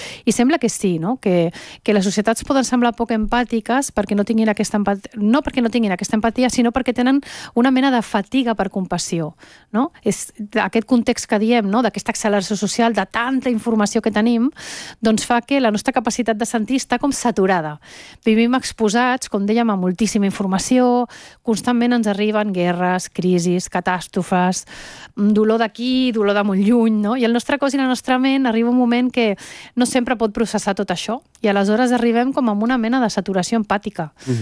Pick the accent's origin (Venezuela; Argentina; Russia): Venezuela; que jo també sóc de Venezuela, que tinc una connexió emocional, que forma part de la meva vida aquella terra